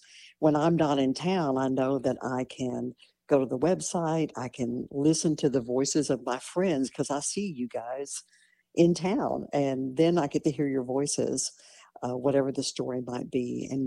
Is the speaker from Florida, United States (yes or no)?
no; Marfa, Texas, United States; I was born and raised in Marfa.